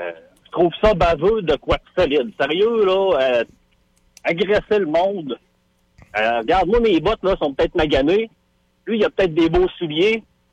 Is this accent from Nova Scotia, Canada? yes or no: no; Quebec, Canada; born there; also born or lived in Loretteville, Quebec City / Beauce; je suis né à Québec, je suis né à Loretteville. J'ai grandi au Saguenay, j'ai grandi dans la Beauce